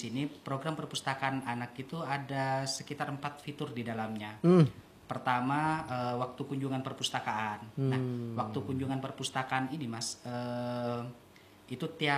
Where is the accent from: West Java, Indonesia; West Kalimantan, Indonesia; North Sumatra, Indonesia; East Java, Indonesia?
East Java, Indonesia; Sumenep; born there; moved away; also born or lived in Yogyakarta; saya lahir di Sumenep